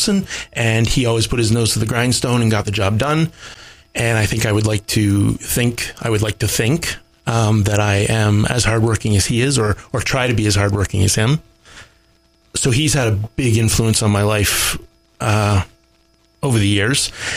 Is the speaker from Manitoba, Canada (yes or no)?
no; Bancroft, Ontario, Canada; also born or lived in Toronto; now in Cardiff, Canada; I was born and raised in Bancroft, Ontario. I was born at the Bancroft Hospital, and my parents had a cattle farm near Maynooth, which is north of town. I left small town